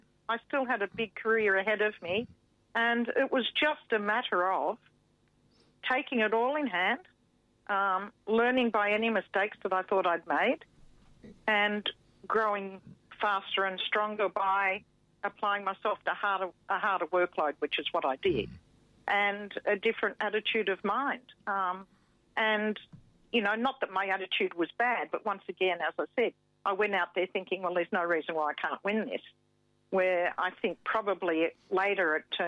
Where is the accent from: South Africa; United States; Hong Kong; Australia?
Australia; But I am an Australian